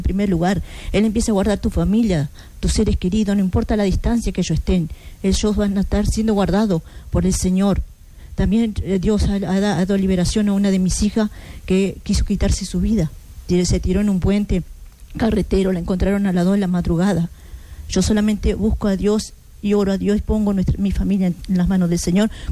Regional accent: Cerro Largo, Uruguay; moved away; Yo nomás que soy de Cerro Largo

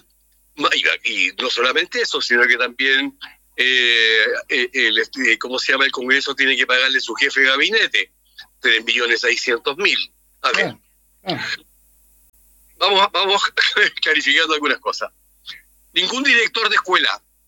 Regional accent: Ancud, Los Lagos, Chile; born there; now in Melipilla, Chile; Yo nací en Ancud, así que todavía me acordaba de algunas calles, de algunas casas.

